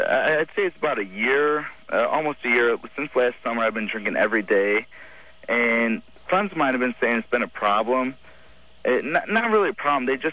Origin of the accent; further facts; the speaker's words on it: Illinois, United States; also born or lived in Scotland / San Diego, California; No, actually, I was born in Scotland. My dad was in the military. We moved to San Diego, California, and then we moved to Illinois when I was about 5.